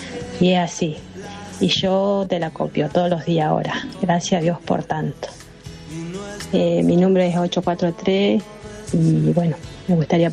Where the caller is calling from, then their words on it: Monte Grande, Buenos Aires Province, Argentina; de Montegrande.